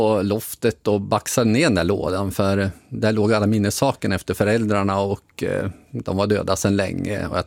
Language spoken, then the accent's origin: Swedish; Trehörningsjö, Västernorrland County, Sweden; born there; Och jag är född i Tresjö, eller Trehörningsjö då.